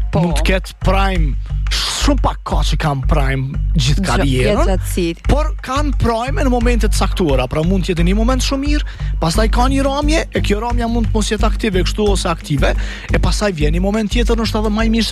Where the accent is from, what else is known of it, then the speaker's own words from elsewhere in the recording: Kosovo; Unë jam zhifen nga Kosovë.